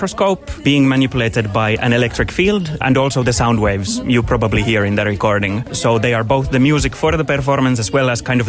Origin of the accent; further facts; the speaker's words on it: Finland; We're from Finland.